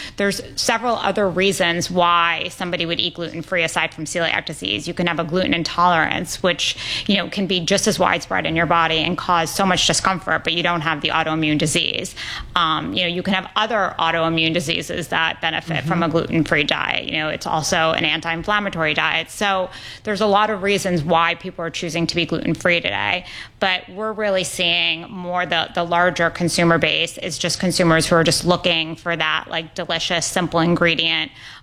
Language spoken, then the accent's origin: English; New York City, New York, United States; born or raised there